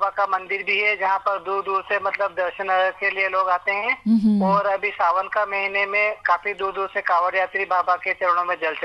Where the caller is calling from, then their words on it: Ujjain district, Madhya Pradesh, India; मैं उज्जैन से बोल रहा हूँ, ग्राम बछोड़ा, तहसील नागदा, जिला उज्जैन से